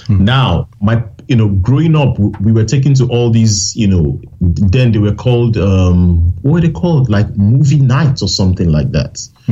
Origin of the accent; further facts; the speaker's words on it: Nigeria; I grew up in Nigeria, in a village, to be honest. But thankfully, the good part was I was born to Christian parents.